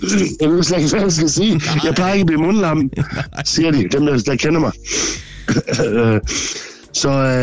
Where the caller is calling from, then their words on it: Skive, Central Denmark Region, Denmark; jeg kommer der fra Skive.